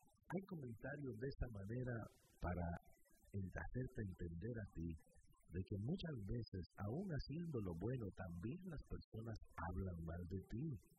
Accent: Guatemala; moved away; en mi país la cerca o el tapial, le decimos nosotros en Guatemala

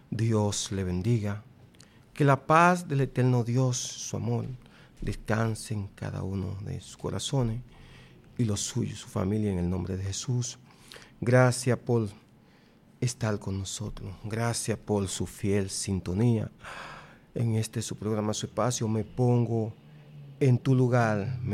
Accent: Baní, Peravia, Dominican Republic; somos de Banilejo

